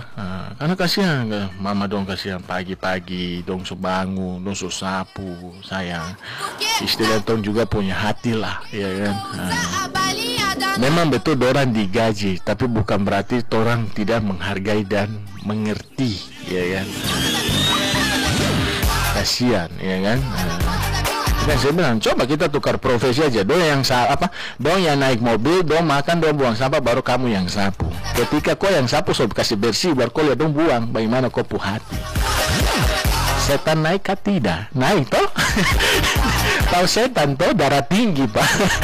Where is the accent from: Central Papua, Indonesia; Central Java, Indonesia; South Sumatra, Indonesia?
Central Papua, Indonesia; Nabire; saya lahir besar kan di Nabire